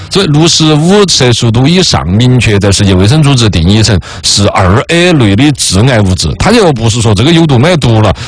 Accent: China; 像我们中国人基本上对喝热水都是一种执念。

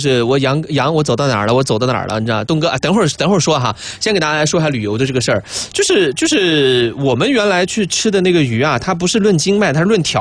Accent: Xinjiang, China; now in Neijiang, China; 聊到了我的老家， 嗯， 新疆。

